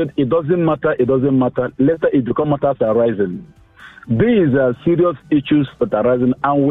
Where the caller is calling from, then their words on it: Akute, Ogun, Nigeria; Though I'm in Lekki. I stay at Akute Sashi, but I'm in Lekki now.